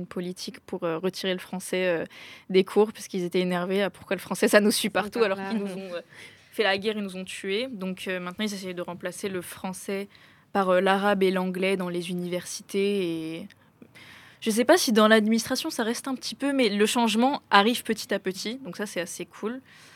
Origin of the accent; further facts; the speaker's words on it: France; on est né en France.